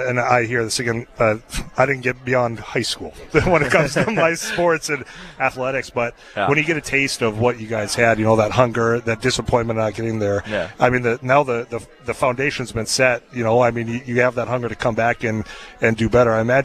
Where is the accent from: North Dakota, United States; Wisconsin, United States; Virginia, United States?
North Dakota, United States; Devils Lake; I grew up around the Devils Lake area, so it was UND through and through.